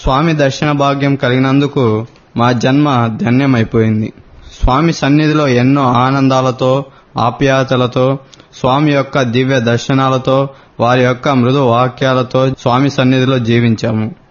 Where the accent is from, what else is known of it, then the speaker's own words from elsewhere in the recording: Siddharamapuram, Andhra Pradesh, India; also born or lived in Puttaparthi / Chittoor; now in Tirupati, India; మాది పుట్టపర్తి పక్క సిద్ధరాంపురం అను చిన్న గ్రామం.